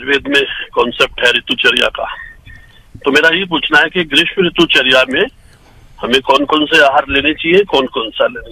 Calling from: Meerut, Uttar Pradesh, India; मेरठ से बोल रहा हूँ

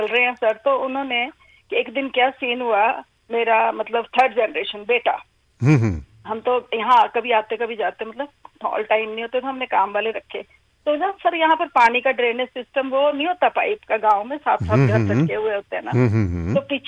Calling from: Bhota, Himachal Pradesh, India; हमारा गांव है ना भोटा नाम है

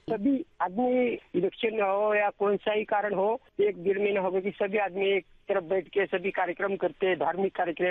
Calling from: Maharashtra, India; नांदेड़ महाराष्ट्र से बोल रहे हैं। नांदेड़ से हमारा गांव 60 किलोमीटर है।

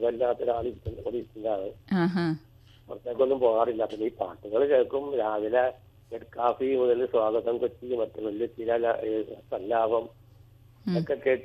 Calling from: Aluva, Kerala, India; Aluva മറിയപ്പടി.

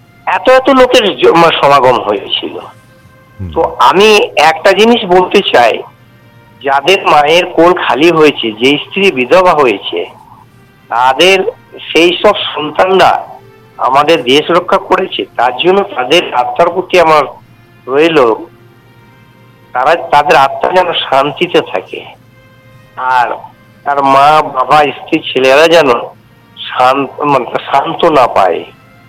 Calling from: West Bengal, India; আমি পশ্চিমবঙ্গের বীরভূম থেকে

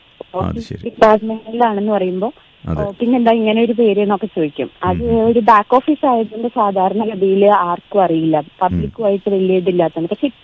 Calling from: Melattur, Kerala, India; മേലാറ്റൂരാണ് വീട്. മേലാറ്റൂര്.

